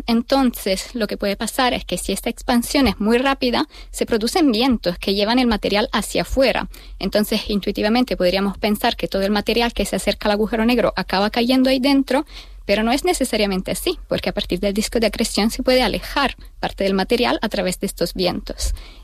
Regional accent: Italy; Spanish is a second language; moved away as an adult; now in Canary Islands, Spain; yo soy italiana, estudié toda mi vida en Italia, pero me mudé después de haber acabado mis estudios aquí para empezar mi doctorado en astrofísica.

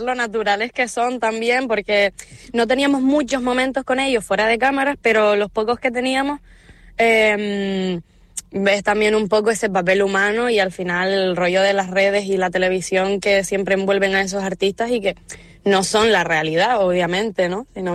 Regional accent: Canary Islands, Spain; como ahora mismo somos los canarios y las canarias

